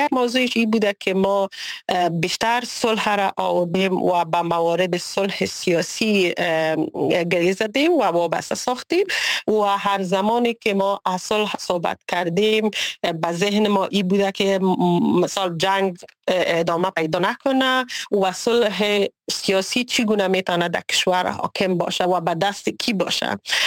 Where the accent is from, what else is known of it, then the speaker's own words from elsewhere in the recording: Kabul, Afghanistan; moved away as an adult; now in Sweden; ما ای اولین بار است که از افغانستان بیرون زندگی میکنم و از زمانی که تولد شدیم در کابل بزرگ شدیم و در کابل زندگی کردیم.